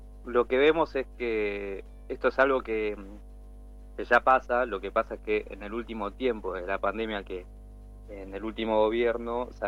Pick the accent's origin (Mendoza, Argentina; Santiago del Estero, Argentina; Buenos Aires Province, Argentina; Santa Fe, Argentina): Buenos Aires Province, Argentina; Mar del Plata; Yo soy de Mar del Plata, por ejemplo, la zona de Chapadmalal, pero también recorro los campos de Balcarce, Mechongué, Miramar